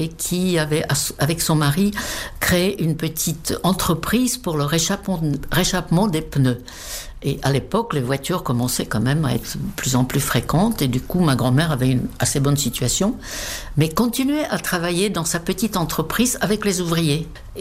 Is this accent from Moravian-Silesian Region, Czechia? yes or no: no; České Budějovice, South Bohemian Region, Czechia; French is a second language; moved away as an adult; now in France; Ma ville natale, České Budějovice, se trouve, je crois, à 40 km de la frontière autrichienne. Mes parents parlaient allemand couramment tous les deux.